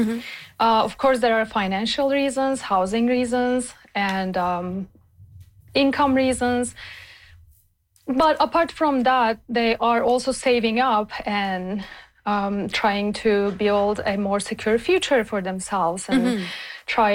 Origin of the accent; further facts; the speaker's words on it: Turkey; now in Canada; Because I'm from Turkey and my brother lives at home. And if I was still living in Turkey, I would most likely be living at home too.